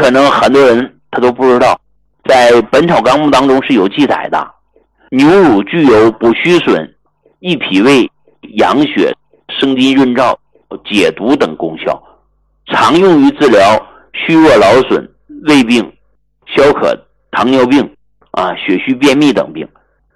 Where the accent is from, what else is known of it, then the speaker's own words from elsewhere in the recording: China; 你说我们中国人啊，我们喝那个牛奶啊，喝奶粉，哪个国家的？那就咱中国的，对不对？就咱中国的，这就是咱说的入乡随俗，一方水土养育一方人。